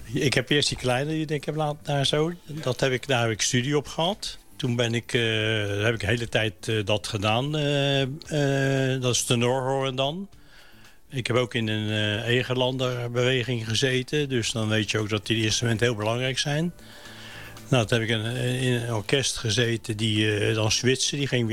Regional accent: The Hague, South Holland, Netherlands; also born or lived in Scheveningen; ik kom uit Laankwartier vandaan. Toen zijn we naar Spoorwijk gegaan.

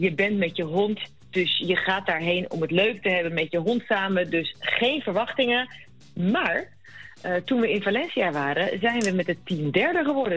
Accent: Netherlands; wij zijn Nederlanders.

